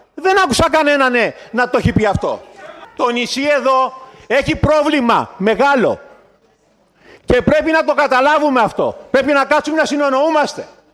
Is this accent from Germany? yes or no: no; Corfu, Ionian Islands, Greece; εμείς οι Κερκυραίοι